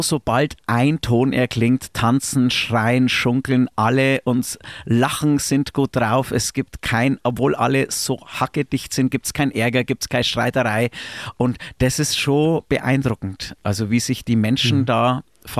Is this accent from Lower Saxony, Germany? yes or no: no; Kastl, Bavaria, Germany; also ich komme aus Kastel, heißt es, das sind 1500 Einwohner mittlerweile.